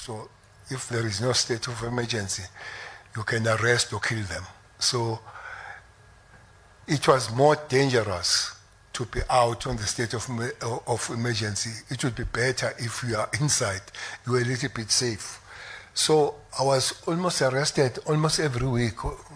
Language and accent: English; Durban, KwaZulu-Natal, South Africa; my house where I grew up in Lamontville, Mhlongo Road